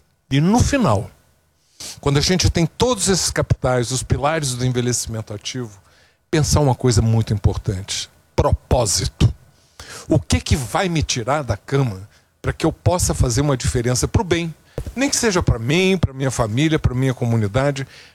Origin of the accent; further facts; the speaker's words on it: Rio de Janeiro, Brazil; Eu que sou do Rio